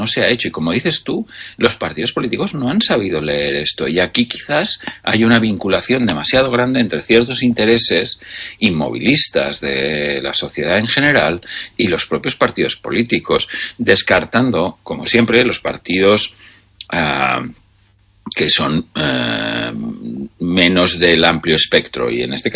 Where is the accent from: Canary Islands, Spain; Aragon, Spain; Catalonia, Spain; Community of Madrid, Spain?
Aragon, Spain; Zaragoza; o volviera a mi ciudad natal, que es Zaragoza, yo desearía vivir donde había vivido toda mi vida